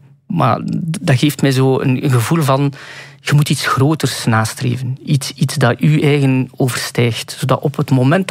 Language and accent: Dutch; Sint-Niklaas, Flanders, Belgium; born or raised there